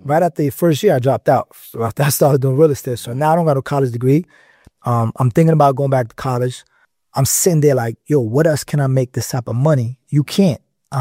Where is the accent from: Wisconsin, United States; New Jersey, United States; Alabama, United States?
New Jersey, United States; Jersey City; moved away as an adult; now in Atlanta, United States; I came, I caught a little situation in Jersey. I'm from Jersey City, mainly.